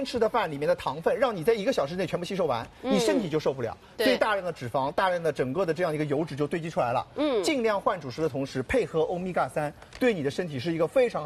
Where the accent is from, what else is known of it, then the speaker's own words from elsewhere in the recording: China; 我们中国人